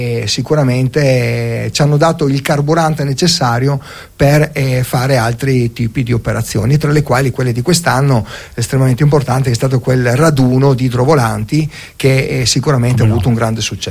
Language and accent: Italian; Trieste, Friuli-Venezia Giulia, Italy; che diciamo da triestino, ma soprattutto da amante del mare, non fa altro che aumentare l'amore verso questo elemento.